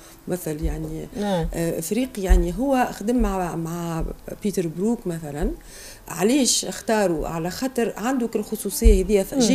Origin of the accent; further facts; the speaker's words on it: Tunisia; moved away as an adult; also born or lived in France; دونك وليت جيت ال 2001 رجعت لتونس باش دخلت يعني ندرس في الجامعة.